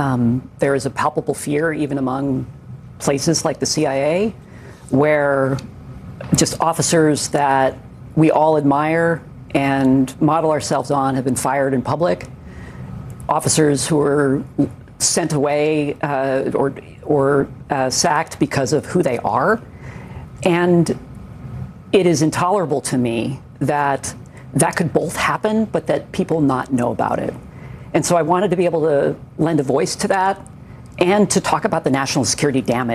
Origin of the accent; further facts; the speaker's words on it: Hawaii, United States; as I grew up in Hawaii